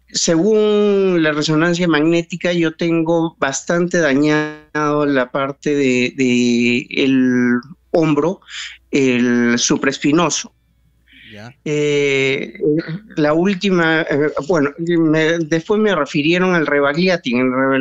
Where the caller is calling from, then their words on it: Lima, Peru; Bueno, desde Surquillo.